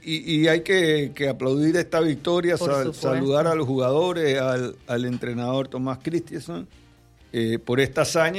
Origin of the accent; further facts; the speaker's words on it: Panama; conviviendo con nosotros los panameños